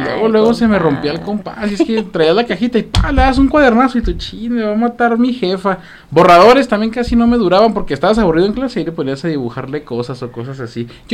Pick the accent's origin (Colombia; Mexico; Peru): Mexico; como buenos mexicanos dejamos todo al último